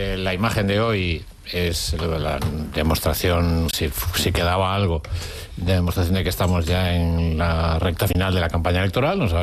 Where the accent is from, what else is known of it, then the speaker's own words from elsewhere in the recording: Vigo, Galicia, Spain; soy de Vigo.